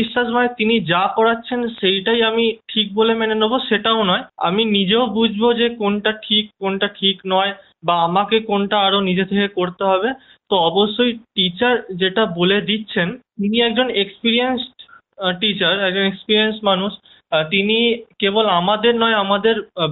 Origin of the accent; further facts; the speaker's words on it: Ghatal, West Bengal, India; born there; also born or lived in Purulia; না না না আমার বাড়ি পশ্চিম মেদিনীপুরে ঘাটালে।